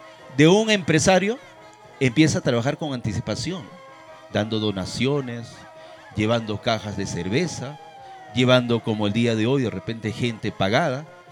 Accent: Villa Olleros, Peru; porque yo soy de Villa Olleros.

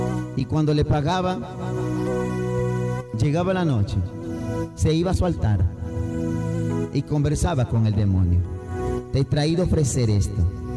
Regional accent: Tocache, San Martín, Peru; Como somos nosotros de Tocache

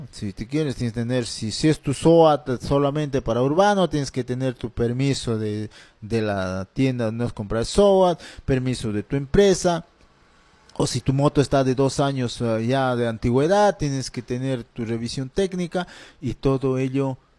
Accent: Peru; como peruanos, entre peruanos, estamos para poder sobrellevarnos algunas inconveniencias.

